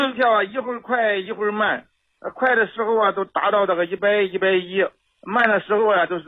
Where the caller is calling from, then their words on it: Shenyang, Liaoning, China; 我是沈阳的呀。